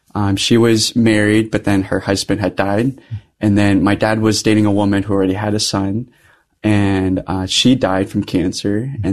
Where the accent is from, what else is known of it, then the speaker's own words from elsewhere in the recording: Lincoln, Nebraska, United States; born there; I was the only one born in Lincoln.